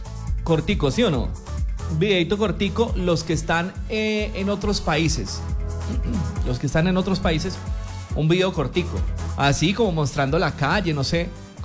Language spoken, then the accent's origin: Spanish; Argentina; yo soy de Argentina